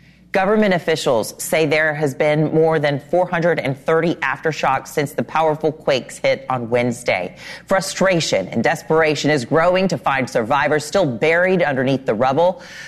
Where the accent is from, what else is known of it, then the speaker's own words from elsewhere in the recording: North Carolina, United States; I'm from North Carolina